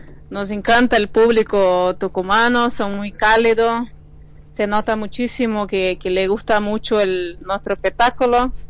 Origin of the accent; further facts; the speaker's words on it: Brazil; now in Argentina; Yo soy de Brasil, hace 17 años que vivo acá en Argentina